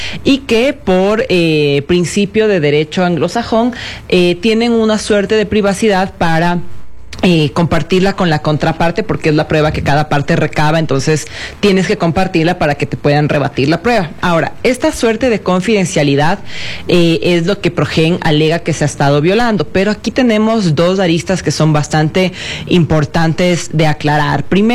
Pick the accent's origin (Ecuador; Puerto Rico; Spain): Ecuador; como ecuatorianos entiendo que nos moleste